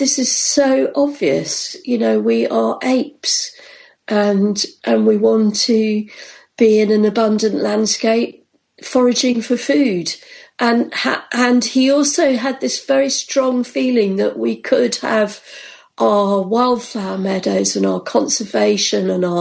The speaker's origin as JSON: {"language": "English", "region": "London", "country": "United Kingdom", "tie": "born or raised there", "said": "a kid growing up in London"}